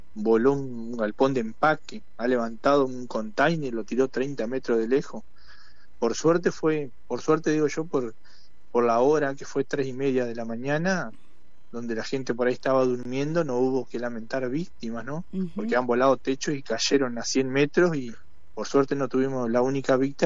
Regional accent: La Criolla, Entre Ríos, Argentina; La Criolla es un pueblito que está ubicado al este de la ciudad de Concordia, de acá de la localidad del departamento Concordia, depende del departamento Concordia, está a unos 20 kilómetros de la ciudad

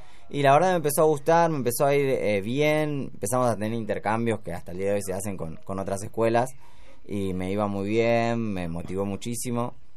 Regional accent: Buenos Aires, Argentina; Yo nací en Barracas, en la Villa 21-24. Sí, bueno, nací ahí, me crié ahí y sigo estando ahí.

